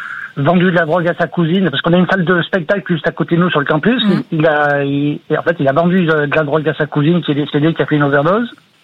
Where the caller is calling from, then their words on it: Villeurbanne, Auvergne-Rhône-Alpes, France; De Villeurbanne, dans le Rhône.